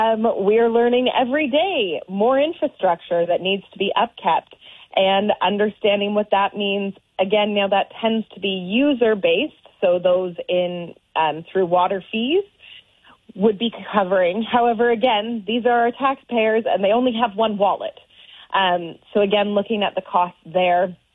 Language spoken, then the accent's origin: English; Wilmot, Ontario, Canada; I'm from Wilmot. We don't have a hospital here.